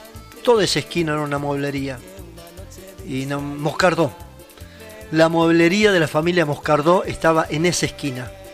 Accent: Argentina; yo me crié ahí en Maipú, casi esquina 25 de Mayo

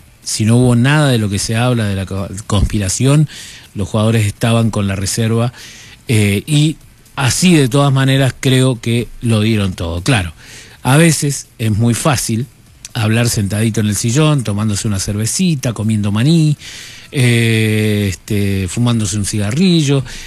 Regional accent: Argentina; creo que nos tenemos que quedar como argentinos con eso.

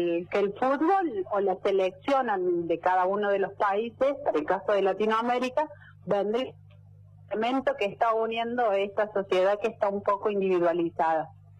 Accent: Argentina; somos argentinos y estamos orgullosos de...

